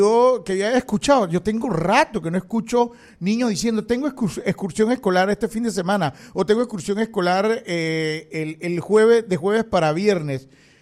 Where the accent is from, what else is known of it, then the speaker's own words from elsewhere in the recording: Panama; nosotros mismos como panameños